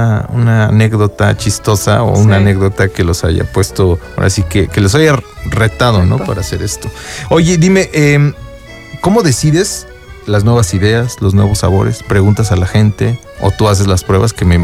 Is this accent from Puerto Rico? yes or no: no; Mexico; soy mexicana.